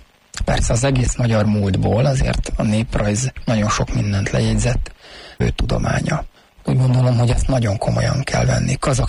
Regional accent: Hungary; Aztán így nőttem föl. Ők ketten vallásosak voltak, de nem annyira már valószínűleg, mint az ő korukban az ő öregeik. És aztán a szüleim pedig már nem voltak vallásgyakorló emberek. Ez a gulyás kommunizmus idején nagyon nagy teret hódított itt Magyarországon

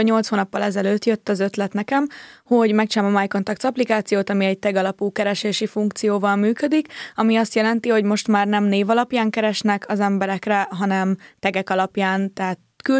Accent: Budapest, Hungary; Hát én Budán nőttem fel, Rózsadombon, 15 évet laktam a Bimbó úton

